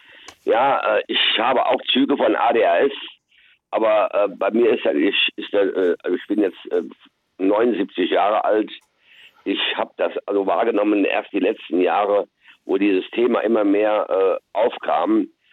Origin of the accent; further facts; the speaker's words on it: East Germany, Germany; moved away; Ich bin aus der DDR gekommen. Ich musste mich hier als Deutscher, als Flüchtling in Deutschland, musste ich mich behaupten.